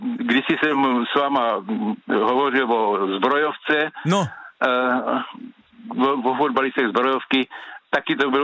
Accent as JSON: {"language": "Czech", "town": "Brno", "region": "South Moravian Region", "country": "Czechia", "tie": "born or raised there", "said": "Já jsem původem z Husovic"}